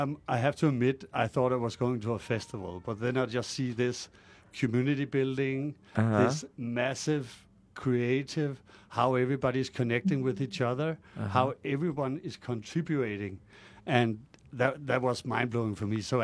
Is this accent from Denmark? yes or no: yes; Roskilde, Zealand, Denmark; now in Nicaragua; I'm from Roskilde.